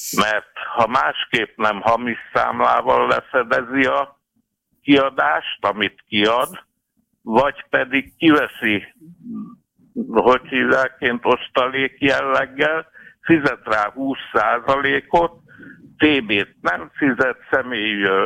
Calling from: Budapest, Hungary; Üdvözlöm, Budapestről vagyok.

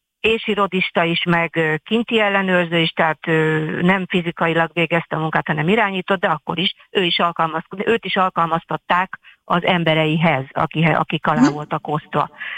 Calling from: Budapest, Hungary; én elismerem pestiként

